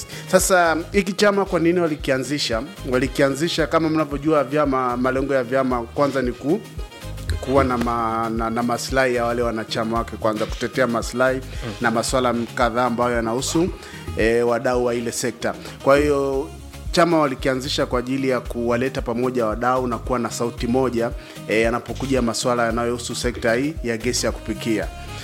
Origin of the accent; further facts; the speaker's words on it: Njombe, Tanzania; now in Dar es Salaam, Tanzania; Mimi Njombe.